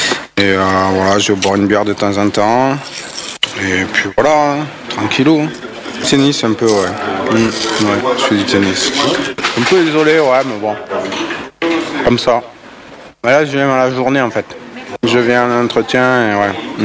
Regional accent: Occitanie, France; moved away as an adult; now in Toulouse, France; je suis originaire de là-bas, ouais. Un petit village à 20 km entre Montpellier et Nîmes.

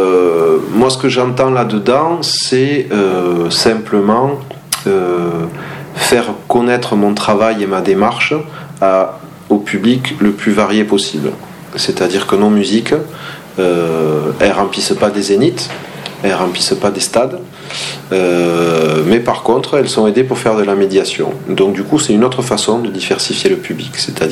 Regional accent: Toulouse, Occitanie, France; born there; Moi, je suis né à Toulouse, dans une famille d'Espagnols

